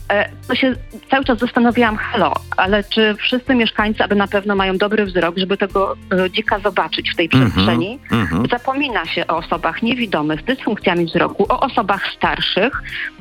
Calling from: Gdynia, Pomeranian Voivodeship, Poland; a jestem z Gdyni.

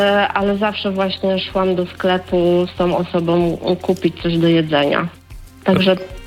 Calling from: Opole, Opole Voivodeship, Poland; ja dzwonię z Opola

